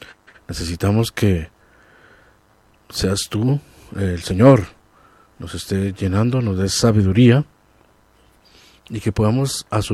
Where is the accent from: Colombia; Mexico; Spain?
Colombia; reconozcamos como colombianos